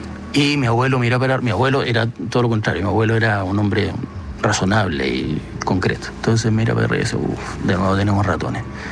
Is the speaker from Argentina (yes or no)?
no; Magallanes, Chile; porque yo soy magallánico.